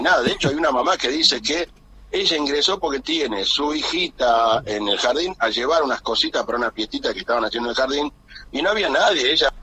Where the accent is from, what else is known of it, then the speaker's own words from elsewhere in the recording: Salvador Mazza, Salta, Argentina; Pues soy padre, soy ciudadano de Salvador Massa y se me notarán ustedes un poco molesto con esta situación